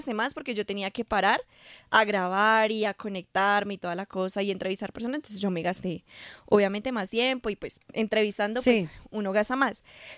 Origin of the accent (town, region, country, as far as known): Colombia